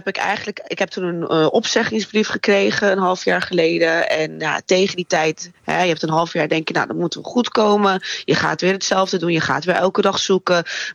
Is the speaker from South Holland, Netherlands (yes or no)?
yes; Rotterdam, South Holland, Netherlands; want ik kom zelf uit Rotterdam, op Woonnet Rijnmond.